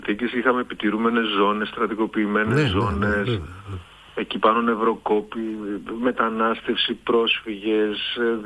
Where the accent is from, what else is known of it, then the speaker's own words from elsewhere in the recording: Platania, Eastern Macedonia and Thrace, Greece; Στο χωριό που μεγάλωσα, στην Πλατανιά Δράμας